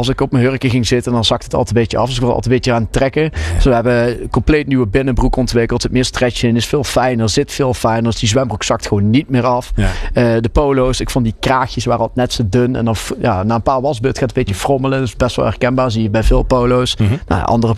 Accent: Mierlo, North Brabant, Netherlands; En ik ben geboren getogen in Mierlo.

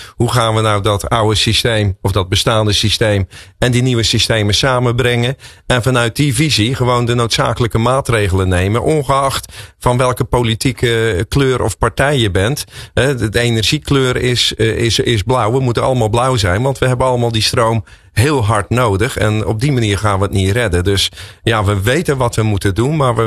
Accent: Zeeland, Netherlands; ja, ik ben een Zeeuw. Dus misschien ligt het daar aan.

